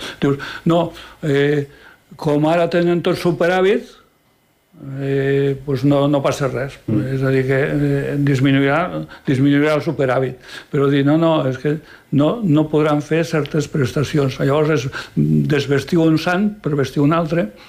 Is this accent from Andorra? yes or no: yes; Andorra